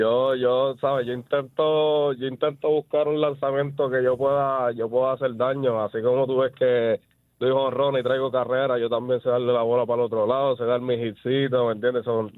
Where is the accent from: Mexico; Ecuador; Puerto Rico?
Puerto Rico; Bayamón; Yo soy natural de Bayamón, sí.